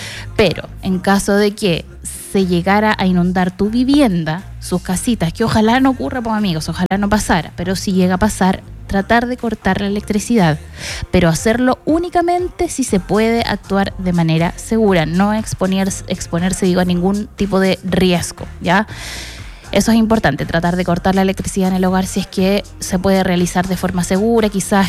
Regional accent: San Vicente de Tagua Tagua, O'Higgins, Chile; moved away; en mi pueblo, en San Vicente

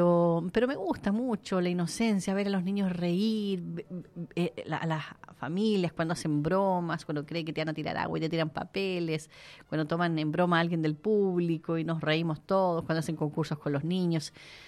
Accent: Lanco, Los Ríos, Chile; moved away; cuando yo vivía en Lanco. Ahí nací, en Lanco.

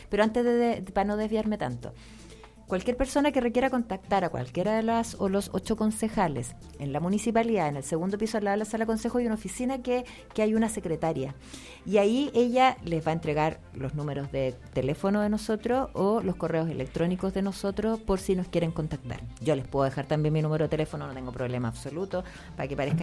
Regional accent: Curicó, Maule, Chile; yo soy nacida y criada en Curicó

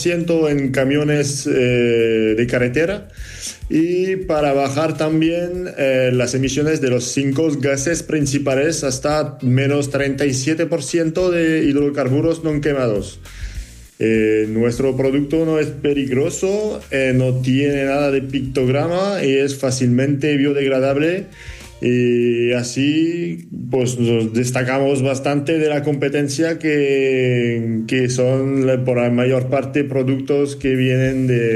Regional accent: France; Spanish is a second language; now in Spain; Sí, exactamente, desde España. Soy francés, pero estoy en España ahora mismo, sí.

